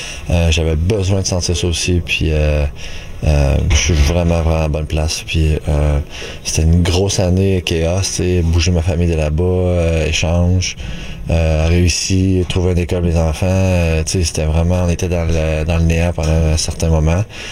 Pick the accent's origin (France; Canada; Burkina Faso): Canada; Quebec; spécialement en tant que Québécois pour moi personnellement